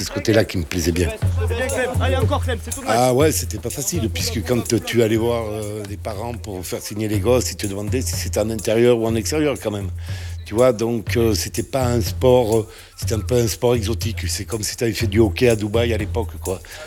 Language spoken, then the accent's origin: French; Grenade-sur-Garonne, Occitanie, France; accent: Grenade-sur-Garonne; now in Saint-Malo, France; Alors mon accent, non, il n'est pas tout à fait de Saint-Malo, il est d'un côté aussi sympa qui s'appelle Grenade sur Garonne